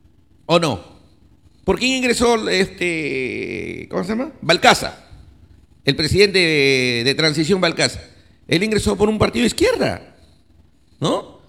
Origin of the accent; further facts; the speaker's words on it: Olmos, Lambayeque, Peru; mi pueblo de Olmos